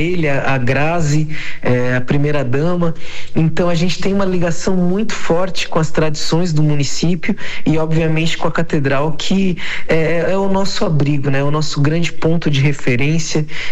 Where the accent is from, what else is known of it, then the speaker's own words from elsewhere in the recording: Tubarão, Santa Catarina, Brazil; eu mesmo fui criado ali na Rua Piedade, na comunidade da Toca, né?